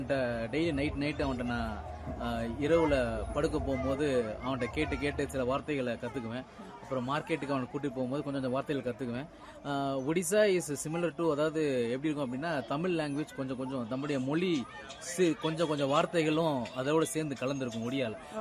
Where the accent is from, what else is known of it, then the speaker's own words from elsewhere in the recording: Madurai, Tamil Nadu, India; நான் இப்போ வெக்கேஷனுக்காக என்னுடைய சொந்த ஊர் மதுரை, நான் மதுரைக்கு வந்திருக்கேன்.